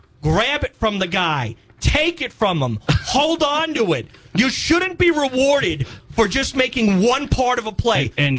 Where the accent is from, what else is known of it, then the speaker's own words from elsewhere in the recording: New York, United States; moved away; where I grew up in New York